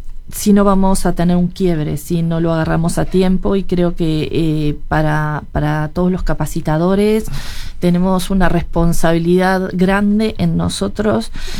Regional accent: Uruguay; nosotros también como uruguayos

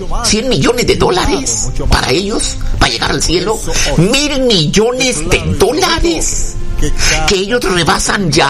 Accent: Valle Hermoso, Tamaulipas, Mexico; mi pueblo en Vallehermoso

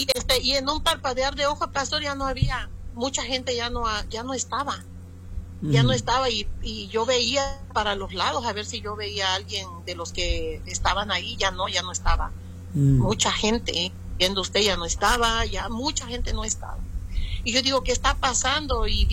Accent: Acapulco, Guerrero, Mexico; Yo soy de Acapulco, Guerrero

